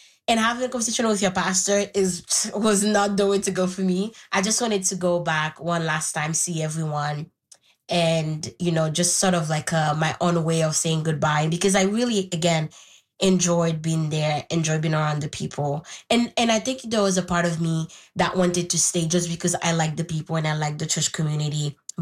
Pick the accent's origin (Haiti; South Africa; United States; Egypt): Haiti; born or raised there; first language Haitian Creole; English is a second language